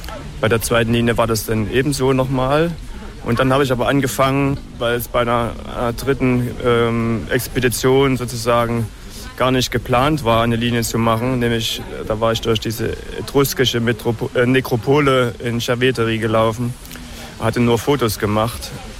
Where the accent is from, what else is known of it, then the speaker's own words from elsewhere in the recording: Thuringia, Germany; Hatte 2005 in meiner Heimat in Thüringen eine Straßenwanderung gemacht